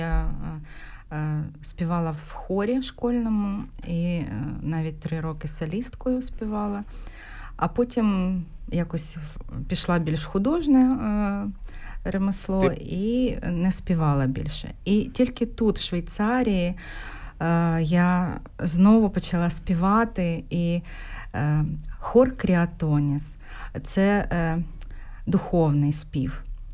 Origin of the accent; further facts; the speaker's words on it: Dnipro, Dnipropetrovsk Oblast, Ukraine; moved away as an adult; now in Switzerland; Я народилася в Україні, в місті Дніпро. З дитинства малюю, закінчила художню школу в Дніпрі, художнє училище імені Вучетича в Дніпрі і університет Олеся Гончара.